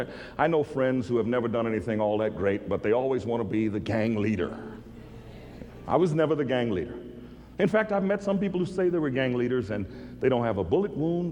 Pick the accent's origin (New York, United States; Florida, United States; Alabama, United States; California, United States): Alabama, United States; Mobile; moved away; I go back to my hometown. I was born in Mobile, Alabama.